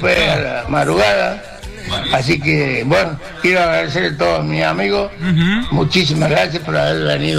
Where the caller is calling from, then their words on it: Sampacho, Córdoba, Argentina; de Zampacho.